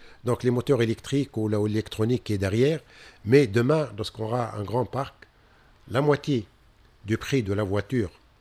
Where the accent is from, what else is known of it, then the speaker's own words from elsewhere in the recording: Tunis, Tunis Governorate, Tunisia; Tunis, moi je viens de Marzaïm Rahb. On était à la Médina, c'est un petit. La Tunisie était petite.